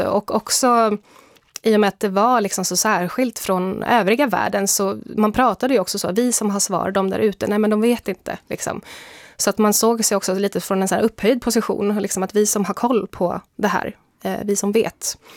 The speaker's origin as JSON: {"language": "Swedish", "country": "Sweden", "said": "jag var mormon för jag var svensk, brukar jag förklara det som nu."}